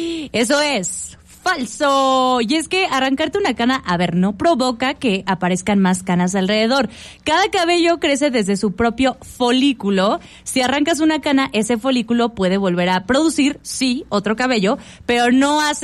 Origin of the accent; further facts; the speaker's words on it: Mexico; yo creo que más como mexicanos